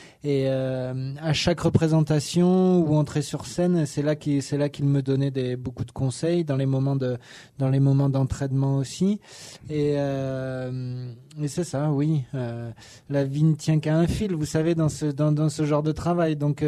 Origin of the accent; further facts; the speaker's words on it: Saint-Omer, Hauts-de-France, France; also born or lived in Montreal; Alors, l'histoire, c'est que je suis né à Montréal et mes parents m'ont emmené avec eux en France à Saint-Omer quand j'étais très jeune.